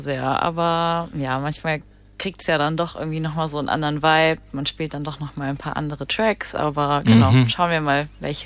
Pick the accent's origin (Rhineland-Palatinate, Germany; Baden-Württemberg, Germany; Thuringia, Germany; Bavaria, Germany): Rhineland-Palatinate, Germany; Mainz; ich bin in Mainz aufgewachsen